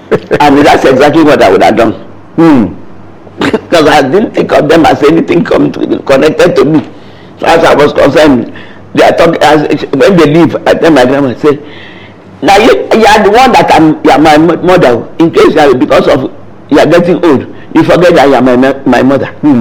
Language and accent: English; London, United Kingdom; born there; also born or lived in Nigeria; Well, I was born in London, okay? So that's the only place I've been to that is not Nigeria.